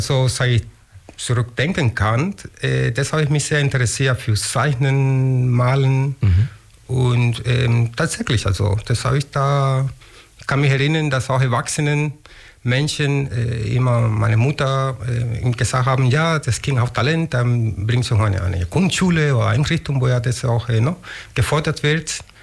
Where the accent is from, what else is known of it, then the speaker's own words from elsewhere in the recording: Havana, Cuba; German is a second language; moved away as an adult; now in Augsburg, Germany; Ich komme aus Havanna, Kuba. Lebe in Deutschland, in Augsburg, schon seit dann bald 23 Jahre lang